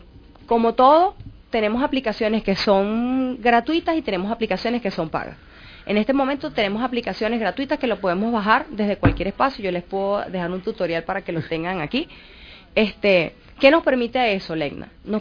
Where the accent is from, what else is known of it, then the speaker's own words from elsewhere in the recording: Venezuela; la profundidad que nos caracteriza como venezolanos